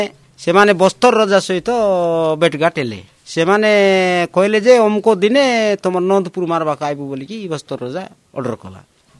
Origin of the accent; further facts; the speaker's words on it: Sarabati, Odisha, India; ମୋର ଗାଁ ଅଛି ସରବତୀ, ଭିତରଗଡ଼ ବୋଲେ ଆଗେ କୋତିକୁଟ ବୋଲି ସେଠି ଅଛି, ସେଠି ଆମେ ଛୋଟ ଛୋଟ ଥିଲା ବେଲେ କାନ୍ଥ ବି ଦେଖିଛୁ